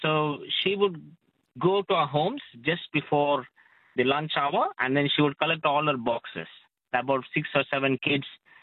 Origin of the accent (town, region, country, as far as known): India